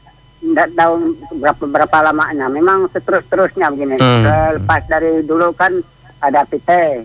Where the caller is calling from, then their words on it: West Kalimantan, Indonesia; Di Tunggulu ini hanya dusun kami yang belum ada PLN, penerangan nih.